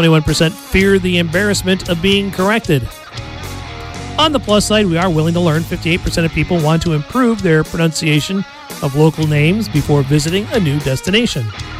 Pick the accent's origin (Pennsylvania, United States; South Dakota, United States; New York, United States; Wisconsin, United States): New York, United States; moved away; I grew up in New York, and there was a lot of places, you know, Tonawanda. It looks like Tonawanda, Cheektowaga, you know, all those places, you know, in upstate western New York